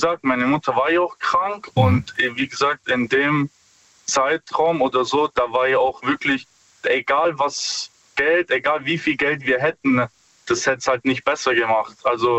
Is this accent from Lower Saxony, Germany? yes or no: no; Stuttgart, Baden-Württemberg, Germany; Ja, hi. Stuttgart.